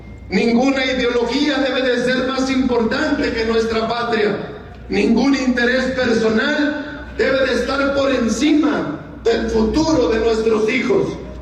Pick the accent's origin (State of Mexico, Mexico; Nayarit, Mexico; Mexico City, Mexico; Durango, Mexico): Durango, Mexico; somos duranguenses y somos mexicanos.